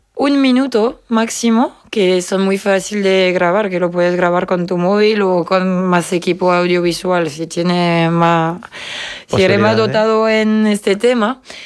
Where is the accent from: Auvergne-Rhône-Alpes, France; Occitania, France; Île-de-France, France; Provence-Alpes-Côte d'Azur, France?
Auvergne-Rhône-Alpes, France; Spanish is a second language; moved away as an adult; now in Córdoba, Spain; Yo de cerca de Lyon.